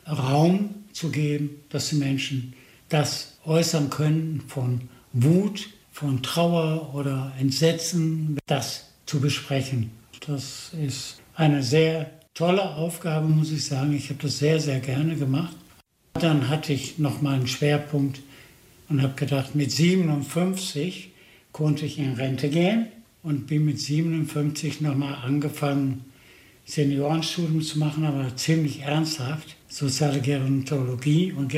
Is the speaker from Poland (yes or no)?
no; Netherlands; now in Germany; als Niederländer, sage ich jetzt mal